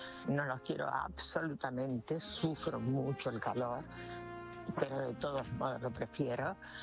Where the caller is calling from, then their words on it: Italy; Un beso grande … de Italia.